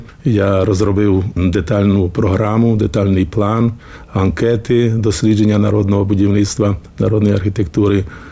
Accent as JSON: {"language": "Ukrainian", "region": "Volyn Oblast", "country": "Ukraine", "tie": "born or raised there", "also_born_or_lived": "Svidnik, Slovakia", "said": "Так, я народився у Свиднику, потім наша сім'я в рамках оптації у 1947 році переселилася на Україну, тодішній Радянський Союз, на Волинщину, де я провів свої дитячі і частково юнацькі роки серед чудової природи."}